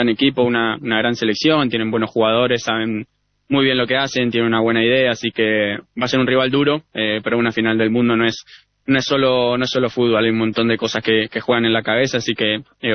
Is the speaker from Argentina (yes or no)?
yes; Argentina; entendemos que también somos argentinos y que siempre queremos ganar